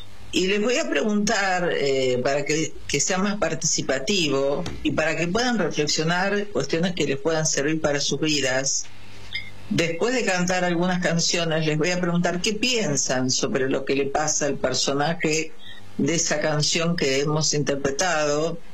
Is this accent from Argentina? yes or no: yes; Argentina